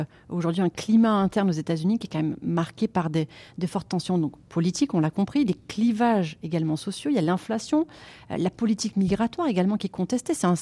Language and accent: French; France; chez nous en France